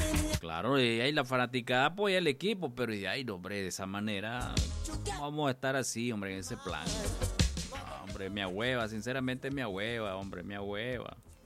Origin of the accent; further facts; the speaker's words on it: Managua, Nicaragua; born there; yo soy de Managua. Yo nací en Managua